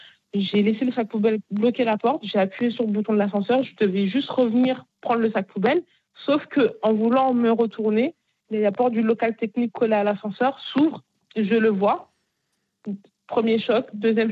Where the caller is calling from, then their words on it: Bayonne, Nouvelle-Aquitaine, France; moi, je viens de Bayonne.